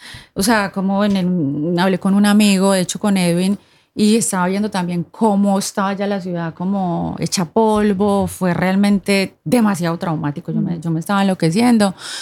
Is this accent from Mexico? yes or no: no; Colombia; now in Oslo, Norway; me siento cada vez más orgullosa de donde soy, de donde nací, no solamente como colombiana, como latina